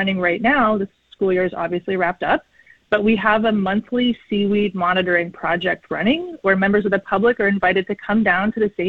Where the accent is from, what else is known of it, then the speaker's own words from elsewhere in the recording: British Columbia, Canada; So as a child growing up on Vancouver Island, I remember my mom bringing seaweed up from the beach and using it as mulch in our garden.